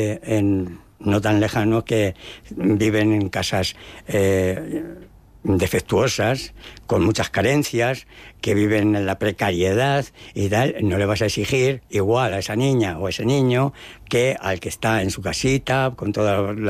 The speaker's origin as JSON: {"language": "Spanish", "area": "Toledo", "region": "Castilla-La Mancha", "country": "Spain", "said": "por mi pueblo, por Toledo"}